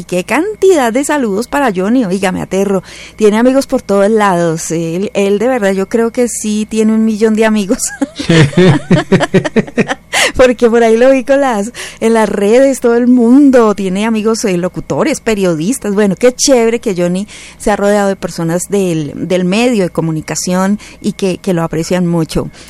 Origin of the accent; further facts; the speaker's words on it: Fusagasugá, Cundinamarca, Colombia; moved away; Qué rico, mi tierra natal. Me saluda, por favor, a Fusa, dígale que la extraño